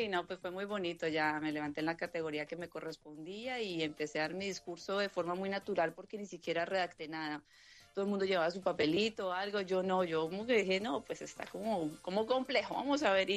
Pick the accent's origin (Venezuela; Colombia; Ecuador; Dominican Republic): Colombia; Entonces, como colombiana, es contar todas esas historias, mostrar la realidad y decir, sí, San Diego es una ciudad maravillosa.